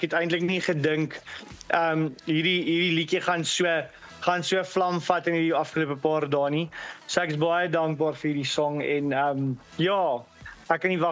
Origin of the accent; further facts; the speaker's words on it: Barberton, Mpumalanga, South Africa; moved away; also born or lived in Meyerton; ek het groot geword in Barberton in daai jare toe die musiek begin het. En ja, maar die wêreld getravel in Meyerton opgeëindig.